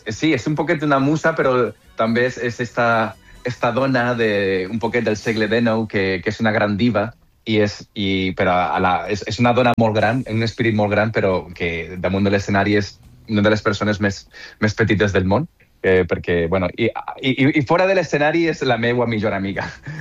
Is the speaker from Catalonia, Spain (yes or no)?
no; Alicante, Valencian Community, Spain; jo soc alacantí.